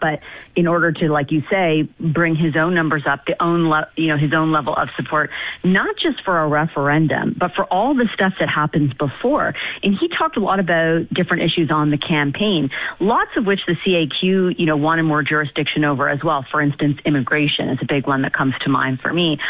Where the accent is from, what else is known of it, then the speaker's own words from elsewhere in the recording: Canada; Maybe a little troubling as a Canadian.